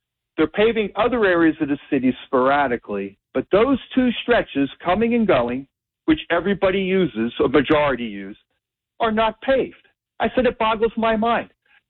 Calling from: Atlantic City, New Jersey, United States; I currently live in Atlantic City, but I've lived in the area since 1995.

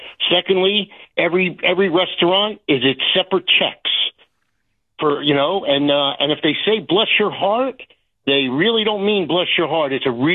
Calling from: New Jersey, United States; no, I'm from New Jersey. We don't do that.

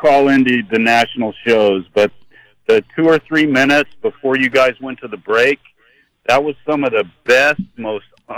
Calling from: Las Vegas, Nevada, United States; I'm calling from Vegas, so we've got Asia Wilson, we've got Becky Hammon.

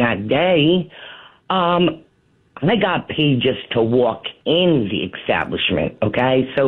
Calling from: New Jersey, United States; I'm from New Jersey.

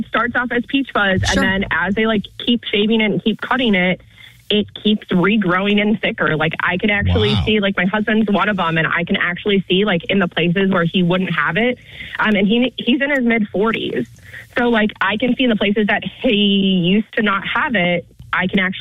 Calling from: Ladson, South Carolina, United States; Good morning. I'm calling from Ladson.

